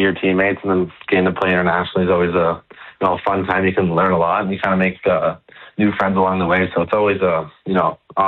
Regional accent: Canada; So being a Canadian kid was always, you know, that always helped out a lot

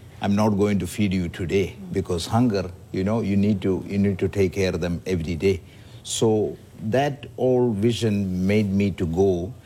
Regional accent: India; now in Ottawa, Canada; I came from India as a middle class person from India. And, you know, growing up in India was very, very hard. And, you know, came to Canada very young.

